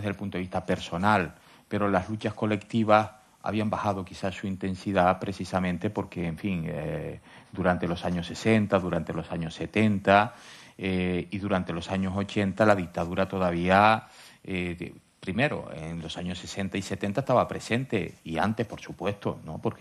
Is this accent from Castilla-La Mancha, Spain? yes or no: no; La Palma, Canary Islands, Spain; moved away as an adult; now in Tenerife, Spain; yo nací en La Palma, ¿no? Y soy de La Palma. Y La Palma, en aquella época en que yo nací, que fue en el año 65, yo tengo 54 años ahora, era una isla